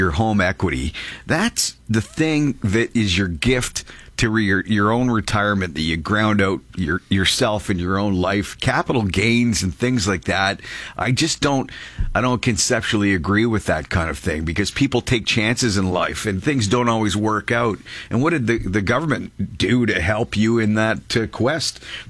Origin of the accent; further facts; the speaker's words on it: England, United Kingdom; Well, we're all English here, then.